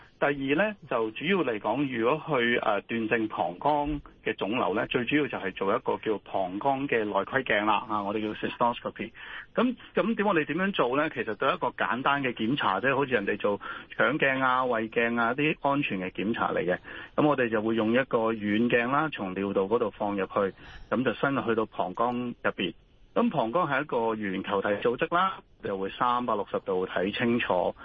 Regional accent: China; 你知我哋中國人成日就會話啊，屙血尿啊，啊會唔會係熱氣啊咁樣？

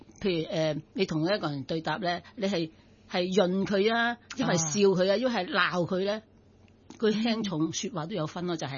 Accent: Foshan, Guangdong, China; 我系顺德人嚟嘅

